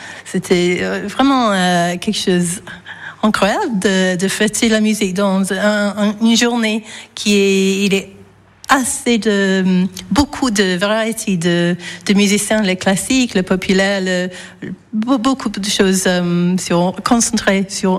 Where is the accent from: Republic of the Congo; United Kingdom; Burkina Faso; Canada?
United Kingdom; England; French is a second language; moved away as an adult; now in France; Je suis anglaise.